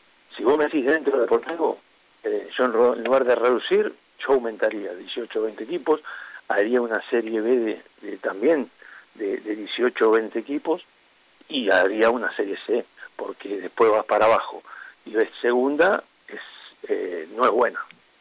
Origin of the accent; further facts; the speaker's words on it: Argentina; yo nací en mi país, en Argentina, con una pelota bajo el brazo.